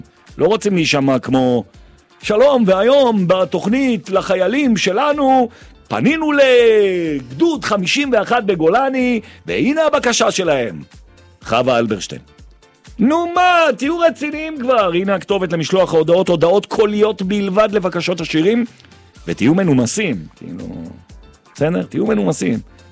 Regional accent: Jerusalem, Jerusalem District, Israel; אני ירושלמי, וככה חונכתי

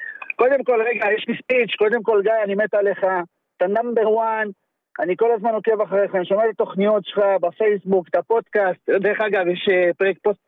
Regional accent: Kiryat Malachi, Southern District, Israel; נכון, בקרית מלאכי.

